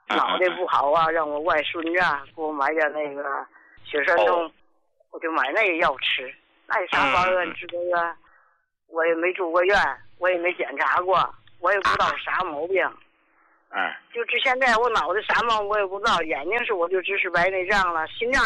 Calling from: Qinhuangdao, Hebei, China; 我是秦皇岛的患者

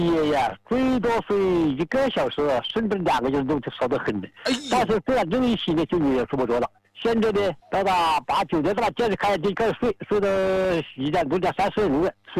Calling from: Qianjiang, Hubei, China; 我是潜江。

